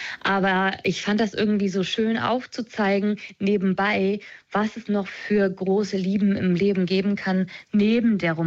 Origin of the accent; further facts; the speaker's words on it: Lusatia, Germany; Also ich komme ja aus der Lausitz